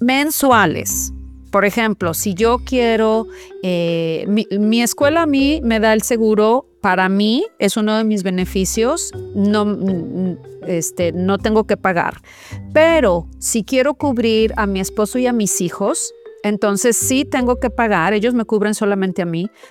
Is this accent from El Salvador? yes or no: no; Mexico; now in United States; yo crecí pues en México yendo al ISSSTE, porque mis papás pues siendo maestros era lo que nos tocaba